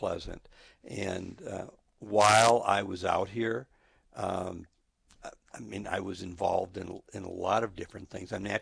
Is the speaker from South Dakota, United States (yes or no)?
yes; Watertown, South Dakota, United States; I was raised in Watertown, South Dakota, and decided around early high school time that I wanted to be an engineer